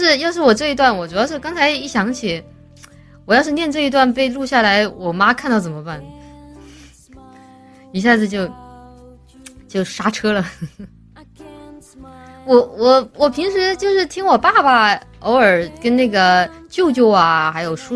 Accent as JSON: {"language": "Chinese", "region": "Chongqing", "country": "China", "said": "抹黑我们重庆人太过分了"}